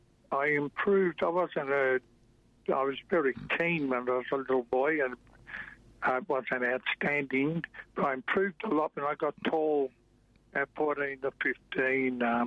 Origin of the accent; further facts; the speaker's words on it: Melbourne, Victoria, Australia; we grew up in a working class area in Melbourne, West Heidelberg.